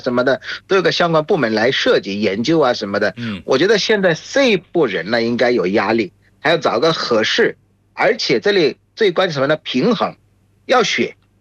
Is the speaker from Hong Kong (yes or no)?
no; Bangladesh; Chinese is a second language